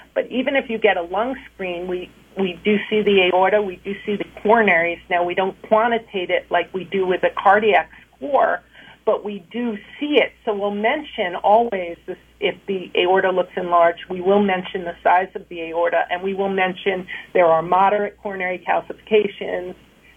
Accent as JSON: {"language": "English", "region": "New York", "country": "United States", "tie": "born or raised there", "moved": "yes", "said": "I grew up in Manhattan"}